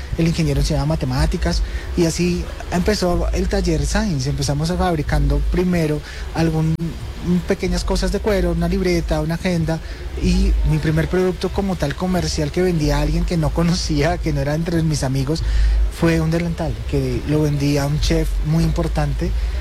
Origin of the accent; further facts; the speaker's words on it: Arauca, Colombia; Yo soy de Arauca, nací y crecí en Arauca.